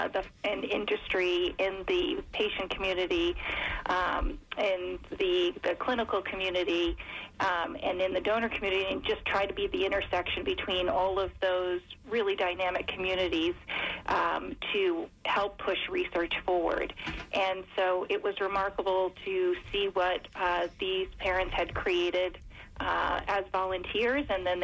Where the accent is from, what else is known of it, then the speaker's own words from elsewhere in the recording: New York, United States; now in Philadelphia, United States; I grew up in New York, but I moved actually to outside of Philadelphia to take this role with FARA.